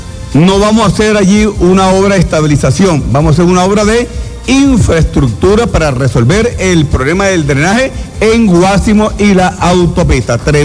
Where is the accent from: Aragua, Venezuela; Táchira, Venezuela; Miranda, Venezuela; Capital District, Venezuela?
Táchira, Venezuela; esos son parte de nuestro dialecto aquí, de los pingos de aquí de Táchira, pues.